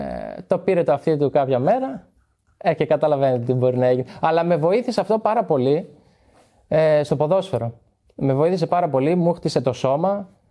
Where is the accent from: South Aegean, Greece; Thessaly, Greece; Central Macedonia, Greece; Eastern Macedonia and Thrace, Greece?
Central Macedonia, Greece; Trikala; born or raised there